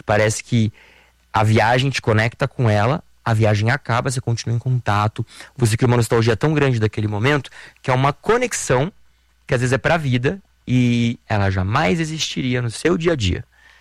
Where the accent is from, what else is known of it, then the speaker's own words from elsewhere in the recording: Brazil; Aí Brasil, Brasil, gente, isso me abre muita porta, muita.